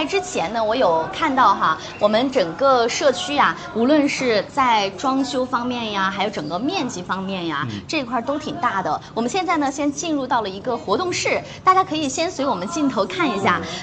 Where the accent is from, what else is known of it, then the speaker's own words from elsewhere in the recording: Hainan, China; 我们海南人对大家这个最热情的还有最接地气的就是欢迎大家来喝茶。